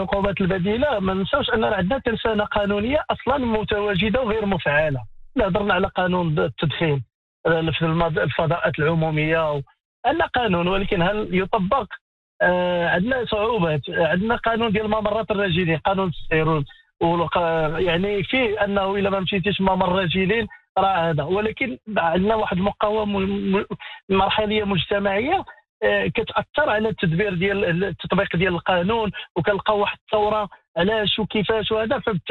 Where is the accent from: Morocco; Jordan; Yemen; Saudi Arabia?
Morocco; عندنا في المغرب